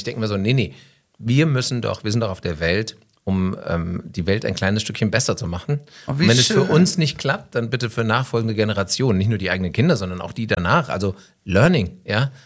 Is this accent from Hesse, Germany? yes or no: yes; Hesse, Germany; also born or lived in Hanau / Bad Homburg / Bad Vilbel / Frankfurt; Ich bin in Hanau geboren, aber wirklich auch nur geboren und aufgewachsen in Bad Homburg und Bad Vilbel. Mhm. Zwischenzeitlich habe ich auch mal in Frankfurt gelebt, in Sachsenhausen. Aber ich bin wieder rausgezogen jetzt mit der Familie nach Bad Vilbel